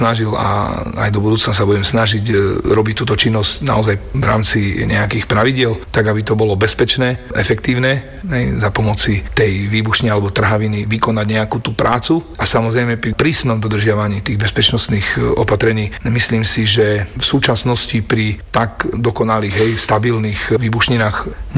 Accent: Telgárt, Banská Bystrica Region, Slovakia; Ja sám ako rodák z Telgártu sa snažím o zachovanie tradícií

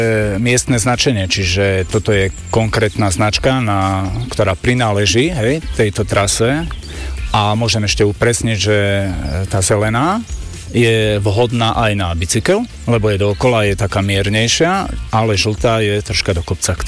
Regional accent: Utekáč, Banská Bystrica Region, Slovakia; Som z Utekáča

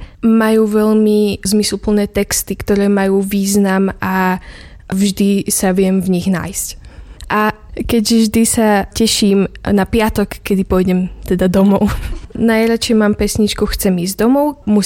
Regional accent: Lučenec, Banská Bystrica Region, Slovakia; a som z Lučenca.

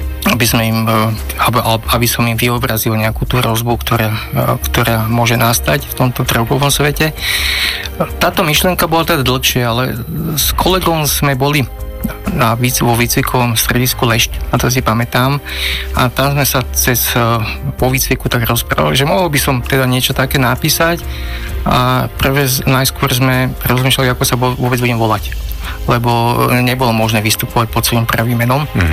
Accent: Modra, Bratislava Region, Slovakia; ja pochádzam z Modry

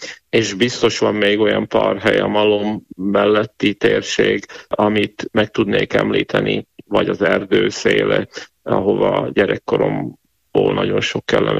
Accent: Banská Bystrica Region, Slovakia; Én Batkalban nevelkedtem, ez egy viszonylag kis falucska Gömörben, pontosabban a Balog völgyében, egy 6-700 lakosú falu tulajdonképpen a 20. század egész időszakában a Rimaszombat és Tornaja közötti országút mentén.

